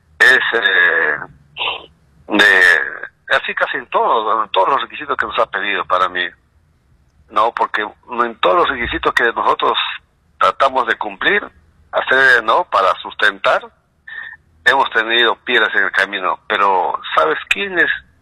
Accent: Sangani, Peru; quiero que mi pueblo Sangani, nuestro nuevo distrito, sea el mejor distrito

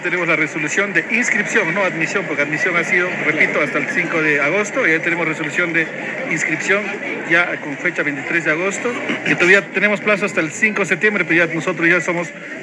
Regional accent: Olleros district, Ancash, Peru; mi pueblo del distrito de Hierro.

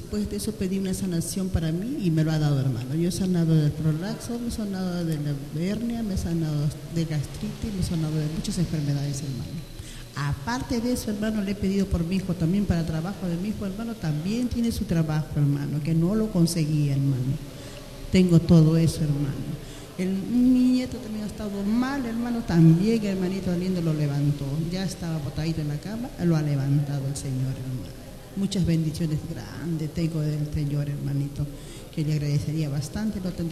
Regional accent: El Agustino, Lima, Peru; Yo vengo del Agustino

